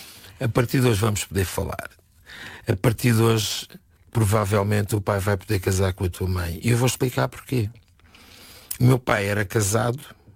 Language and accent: Portuguese; Setúbal, Portugal; eu sou de Setúbal